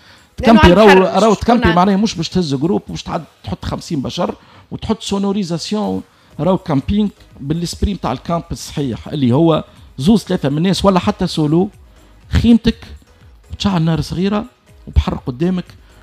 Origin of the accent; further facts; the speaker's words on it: Fondouk Jedid, Nabeul Governorate, Tunisia; ومتسكنين منطقه فندق جديد انا ولد فندق جديد